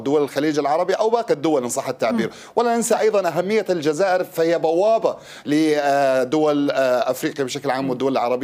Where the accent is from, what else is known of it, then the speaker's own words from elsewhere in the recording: Syria; اليوم أنا كسوري سعيد جدا بأن أرى الدبلوماسية السورية تنجح يوما بعد يوم